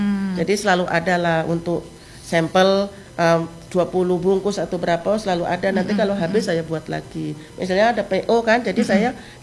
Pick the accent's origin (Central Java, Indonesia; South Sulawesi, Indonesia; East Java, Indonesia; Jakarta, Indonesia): Central Java, Indonesia; Kebumen; now in Jambi, Indonesia; kalau di Kebumen itu kan di kampung saya.